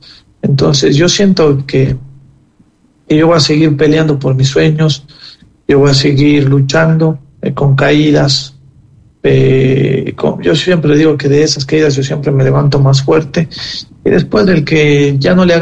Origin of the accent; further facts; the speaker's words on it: Ecuador; es un sentir como ecuatoriano